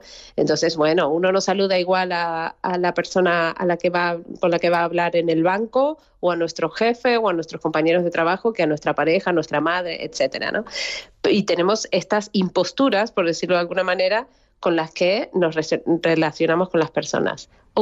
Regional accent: Argentina; now in Spain; Él también es argentino y nos encontramos aquí en España

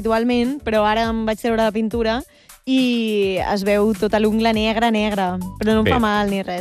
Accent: Caldes de Montbui, Catalonia, Spain; Sí, soc de Caldes de Montbui, per tant, allà ho tenim al costat de casa.

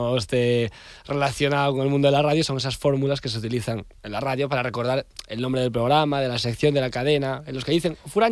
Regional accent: Vilalba, Galicia, Spain; Somos dos de Vilalba, tenemos una persona en común

